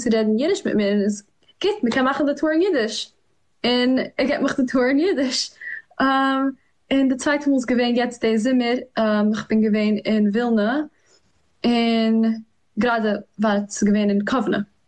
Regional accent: New York City, New York, United States; German is a second language; was ich bin aufgewachsen in New York.

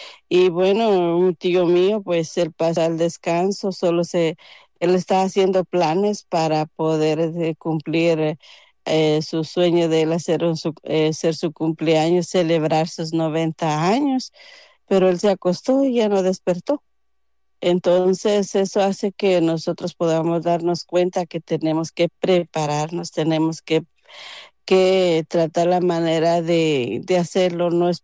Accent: Guatemala; moved away; el área donde nosotros venimos de Guatemala

